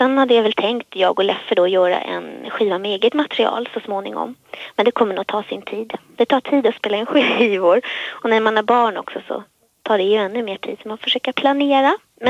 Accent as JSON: {"language": "Swedish", "town": "Stockholm", "region": "Stockholm County", "country": "Sweden", "tie": "born or raised there", "also_born_or_lived": "Medelpad", "said": "Ja, jag är från början från Medelpad och sen är jag uppvuxen och född i Stockholm då. Jag är 25 år"}